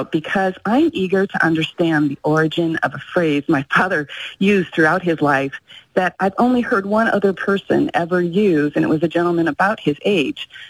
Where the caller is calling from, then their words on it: Tucson, Arizona, United States; I am calling from Tucson, Arizona today.